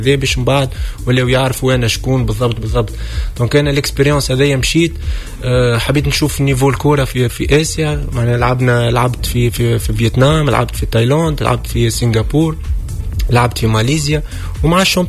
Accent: Tunisia; moved away as an adult; now in Philippines; كي يسالك يقول لك انت منين تقول له تونسي

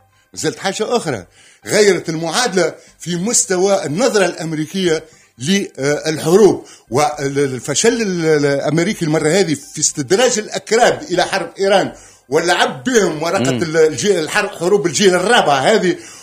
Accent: Tunisia; أنا كتونسي عربي

